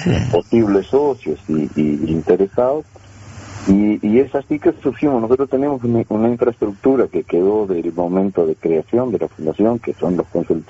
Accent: Artigas, Uruguay; somos oriundos de Artigas y de un pueblito rural

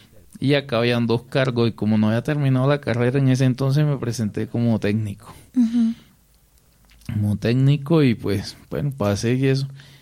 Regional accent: Arjona, Bolívar, Colombia; pues yo soy de Arjona a Bolívar, yo iba desplazándome de Arjona hacia Cartagena para la universidad

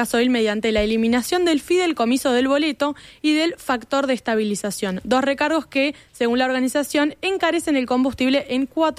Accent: Montevideo, Uruguay; las conductas que uno espera como montevideano que desarrollen, para que todos contribuyamos a un Montevideo más limpio.

